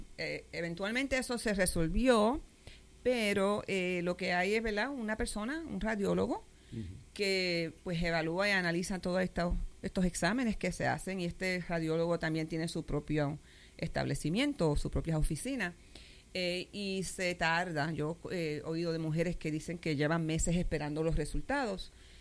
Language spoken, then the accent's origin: Spanish; St. Croix, U.S. Virgin Islands